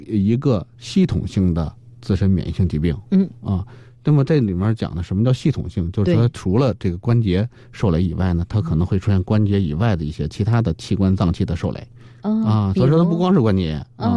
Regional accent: China

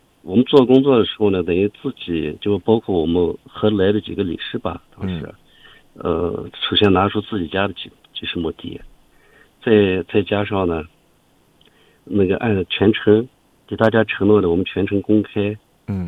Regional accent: Shawan, Xinjiang, China; born there; 我本身就土生土长的庄稼人嘛

